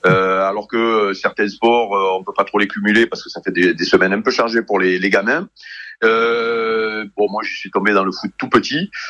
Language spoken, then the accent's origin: French; Robion, Provence-Alpes-Côte d'Azur, France; Moi, je suis de Robion, mais à Cavaillon, c'est toujours un très, très grand plaisir.